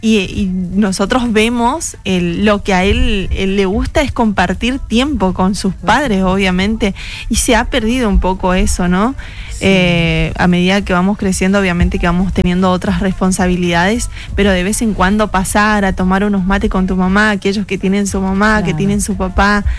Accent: Argentina; más allá de todas las cosas que estuvimos atravesando como argentinos.

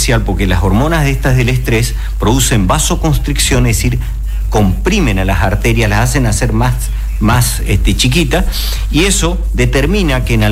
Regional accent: Argentina; nos llaman como argentinos

